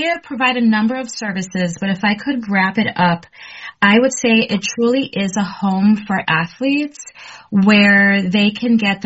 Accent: Florida, United States; moved away as an adult; I am actually originally from Florida, went to a small Christian school, K through 12

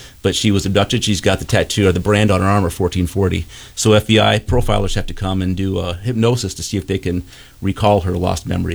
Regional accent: Arizona, United States; And growing up in Arizona, I had no idea what a Youper was.

